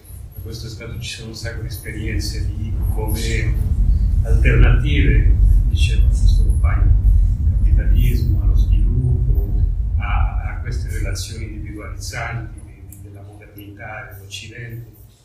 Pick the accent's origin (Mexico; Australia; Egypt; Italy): Mexico; Io vengo dal Messico e lì la realtà, diciamo, nordamericana degli Stati Uniti è molto presente nel senso della salute mentale